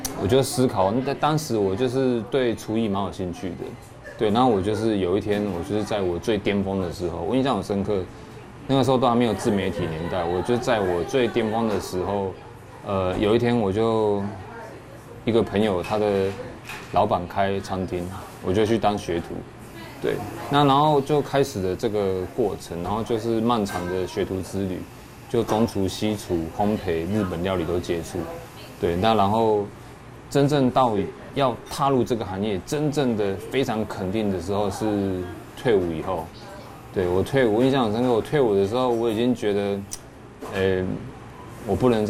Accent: Taipei, Taiwan; now in Kaohsiung, Taiwan; 我是台北人嘛，然后我来高雄念书

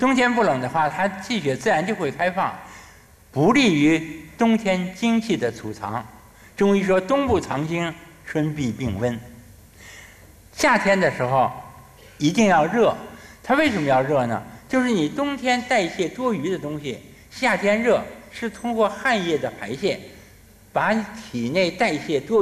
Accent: China; 我们中国人有很多老理儿。

